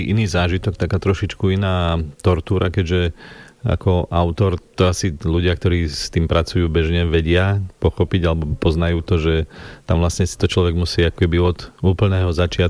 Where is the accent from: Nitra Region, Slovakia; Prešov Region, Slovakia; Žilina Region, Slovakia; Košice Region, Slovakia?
Žilina Region, Slovakia; Černová; Keďže ja som z Černovej